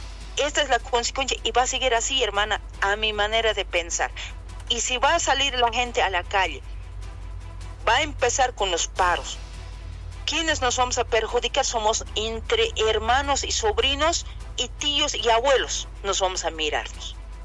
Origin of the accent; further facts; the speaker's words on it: Bolivia; Somos nosotros, los bolivianos, ciudadanos.